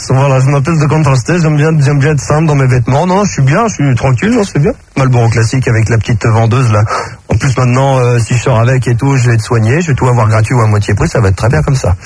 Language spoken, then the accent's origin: French; Versailles, Île-de-France, France; born there